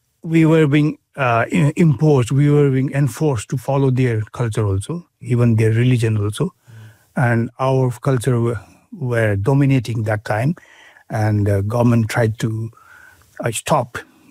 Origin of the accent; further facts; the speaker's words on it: Bhutan; English is a second language; also born or lived in Nepal; now in New Zealand; coming from Bhutan, although we had our own, because we are Nepali speaking Bhutanese, we have our own culture